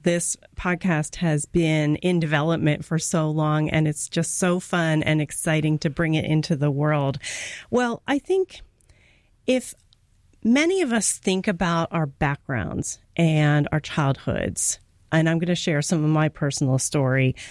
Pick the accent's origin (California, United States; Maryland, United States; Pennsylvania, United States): Pennsylvania, United States; moved away as an adult; So I grew up in the Philadelphia region in a river town along not the Susquehanna, but the Schuylkill River.